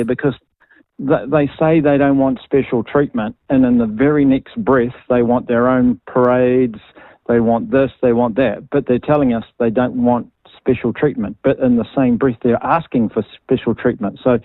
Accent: Auckland, New Zealand; I grew up in South Auckland

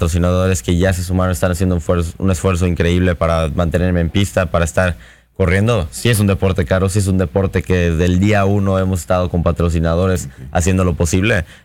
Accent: Yucatán, Mexico; somos el único yucateco corriendo la categoría

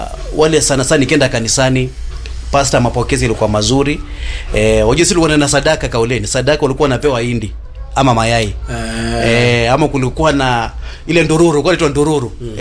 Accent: Kakamega County, Kenya; tuko watu kadhaa ambao tumetoka kule Kabras

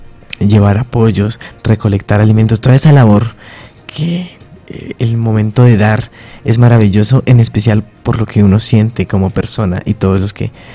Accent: Chía, Cundinamarca, Colombia; Yo soy de Chía particularmente, entonces me enfoqué en esa región donde logré ir al parque principal y a distintos puntos emblemáticos de Chía

